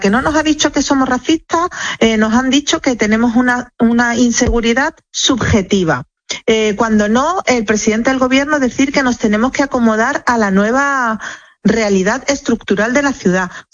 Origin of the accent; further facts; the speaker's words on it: Ceuta, Spain; los que estamos encerrados y los que estamos controlando nuestros pasos somos los ceutíes.